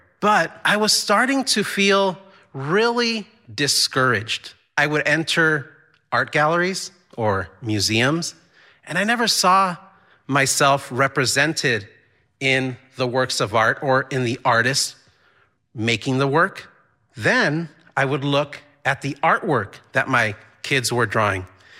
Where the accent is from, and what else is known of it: El Paso, Texas, United States; born or raised there; moved away as an adult; also born or lived in Juarez, Mexico; now in Boston, United States